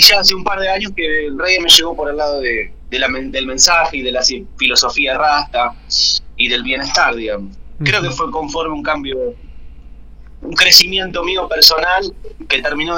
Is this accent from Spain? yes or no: no; Luján, Buenos Aires Province, Argentina; ahora todos los integrantes somos de Luján.